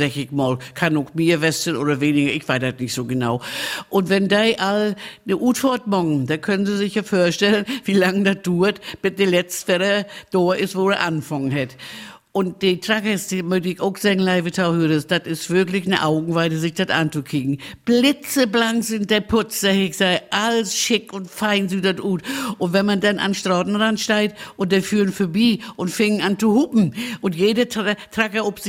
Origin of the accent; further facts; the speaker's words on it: Malchin, Mecklenburg-Vorpommern, Germany; In unserer schönen Waldarena da in Hainholz bei uns in Malchin. Wer die Gegend kennt, der weiß ja, dass das da unten ganz schön ist. Aber für uns Malchiner sagen wir ja immer Betten wie Drut zu lopen oder so.